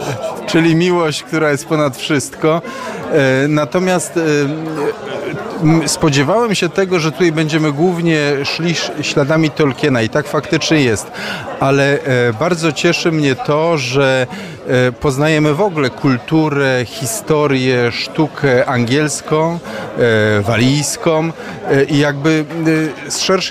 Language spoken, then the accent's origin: Polish; Silesian Voivodeship, Poland; jako Ślązak z trochę z zazdrością spoglądam na to wszystko, co tutaj widzę, bo też by mi się marzyło, żebyśmy my jako Ślązacy o tą śląską gotkę też tak mogli dbać